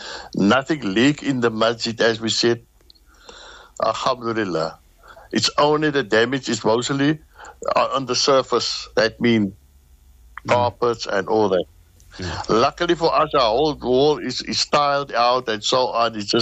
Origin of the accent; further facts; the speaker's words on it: Cape Town, Western Cape, South Africa; Because I'm a born and bred Cape Townian. I grew up in District 6, alhamdulillah.